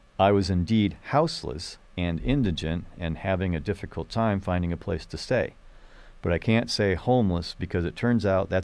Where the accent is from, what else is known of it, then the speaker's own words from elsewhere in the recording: Virginia, United States; I'm from Virginia, where smoking cigarettes is just a fact of life.